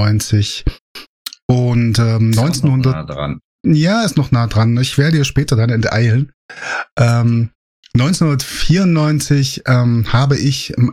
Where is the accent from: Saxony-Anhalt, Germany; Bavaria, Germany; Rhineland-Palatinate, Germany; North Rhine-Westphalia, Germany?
Saxony-Anhalt, Germany; Naumburg; ist nicht weit weg von Naumburg, das ist meine Heimatstadt.